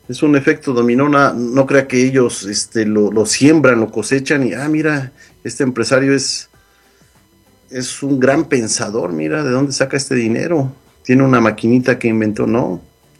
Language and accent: Spanish; Yautepec, Morelos, Mexico; de donde yo soy, del municipio de Yautepec